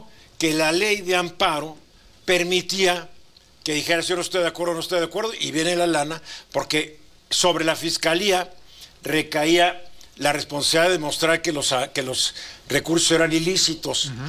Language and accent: Spanish; Mexico; yo tengo como mexicano